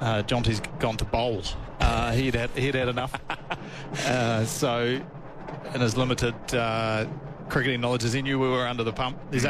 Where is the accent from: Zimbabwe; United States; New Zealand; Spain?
New Zealand; I think as a New Zealander and probably the majority of Australian states, the morning game's a better time to watch it